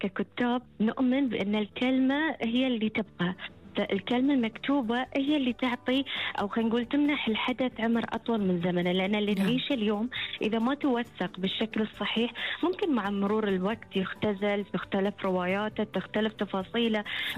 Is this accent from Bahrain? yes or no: yes; Bahrain; واللي نتميز فيه إحنا كبحرينيين.